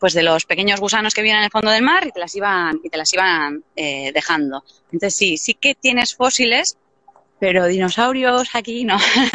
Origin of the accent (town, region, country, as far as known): Deba, Basque Country, Spain; born there